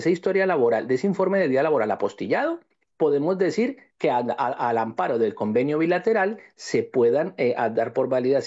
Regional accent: Colombia; dado que estamos como colombianos en el exterior, aquí podemos decir que han sido como independientes

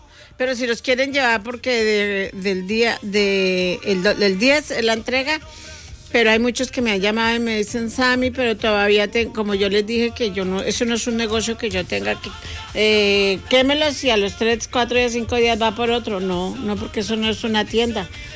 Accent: Colombia; yo soy colombiana

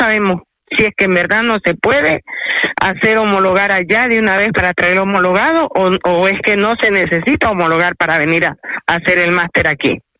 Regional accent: Ecuador; Mira, soy de Ecuador.

